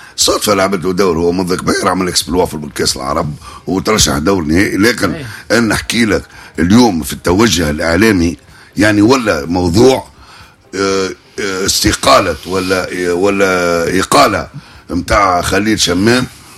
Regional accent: Tunisia; احنا شعب تونسي ما نعتذروش

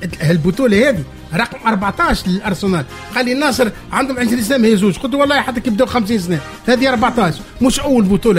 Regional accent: Tunisia; وخاصة لهنا عندنا في تونس اللي باش يلعبوا البراج تاع القسم الثاني للصعود الى القسم الاول

